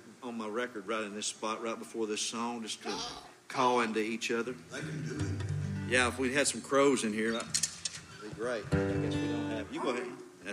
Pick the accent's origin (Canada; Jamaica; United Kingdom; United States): United States; Arkansas; born there; moved away; Where are you from in Arkansas? That's where I'm from. I was born right there.